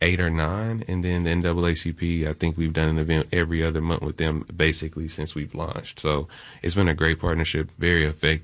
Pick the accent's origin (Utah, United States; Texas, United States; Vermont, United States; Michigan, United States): Texas, United States; because I'm from Texas, but this Georgia heat is competing with Texas.